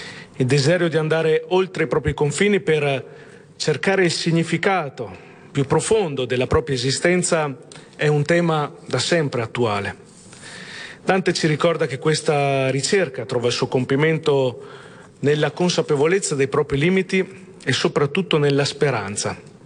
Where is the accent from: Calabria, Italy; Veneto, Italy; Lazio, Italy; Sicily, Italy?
Veneto, Italy; Verona; noi siamo molto legati come veronesi.